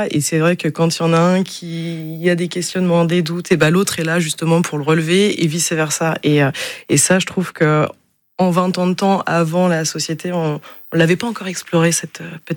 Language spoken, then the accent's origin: French; Franqueville-Saint-Pierre, Normandy, France; Je suis née à Franqueville-Saint-Pierre. J'ai fait un parcours scolaire tout à fait classique où je suis partie dans le commerce.